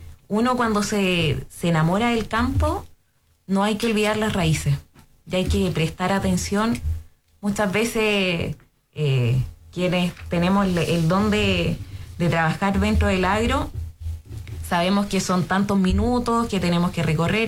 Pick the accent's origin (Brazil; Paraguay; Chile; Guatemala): Chile; Araucanía; Esta región me atrajo después, pero soy oriunda de la Araucanía. Y allá mi abuelo criaba ovejas